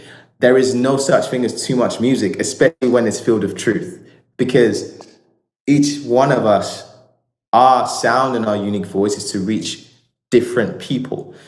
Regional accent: United Kingdom; especially being British as well

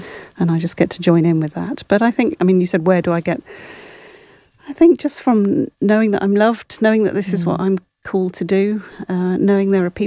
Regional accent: Wales, United Kingdom; I'm Welsh, and so the kind of Welsh revival is in my blood.

